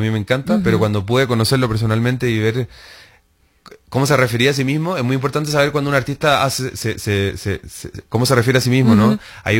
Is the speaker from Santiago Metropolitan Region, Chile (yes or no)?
yes; Santiago, Santiago Metropolitan Region, Chile; Entonces yo siempre tendría que decir, o lo más probable es que diga vengo de Santiago de Chile.